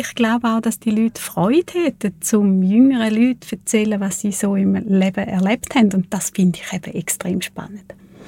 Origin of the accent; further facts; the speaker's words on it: Thurgau, Switzerland; accent: Thurgau dialect